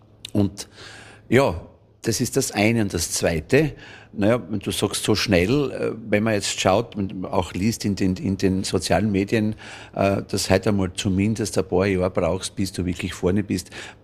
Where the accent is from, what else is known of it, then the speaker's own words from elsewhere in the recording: Berndorf, Styria, Austria; Nein, ich bin aus Berndorf bei Hitzendorf, schon seit ich auf der Welt bin. Bin dort geboren, also geboren in Stallhofen, aber das ist ganz in der Nähe.